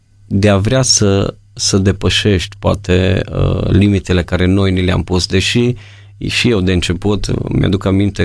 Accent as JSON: {"language": "Romanian", "town": "Mireșu Mare", "region": "Maramureș County", "country": "Romania", "tie": "born or raised there", "said": "Eu am crescut la Mireșul Mare"}